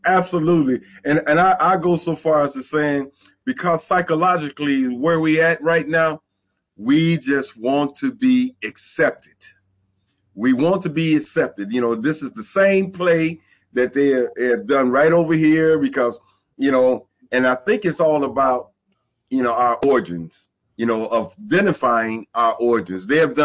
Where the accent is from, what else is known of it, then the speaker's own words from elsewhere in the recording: Alabama, United States; You know, oh, no, I'm from Alabama.